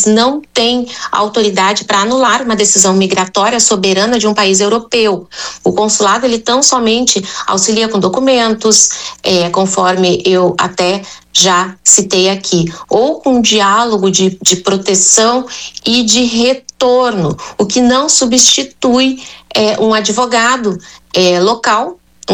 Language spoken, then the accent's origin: Portuguese; Brazil; somos brasileiros, né, e latino-americanos